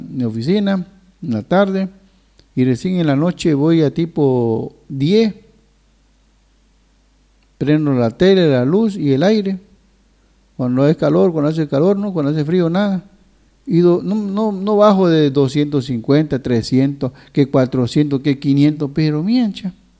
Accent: eastern lowlands, Bolivia

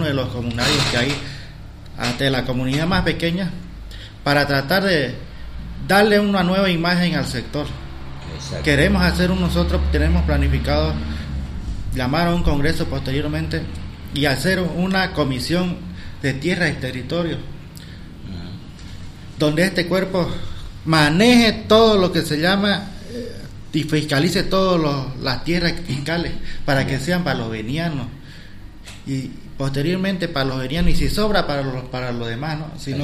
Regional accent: Beni, Bolivia; somos el departamento del Beni

